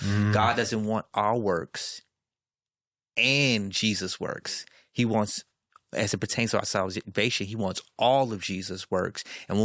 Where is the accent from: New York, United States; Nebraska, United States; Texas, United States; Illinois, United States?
Illinois, United States; Chicago; it's my Chicago Bulls cap, because I'm from Chicago.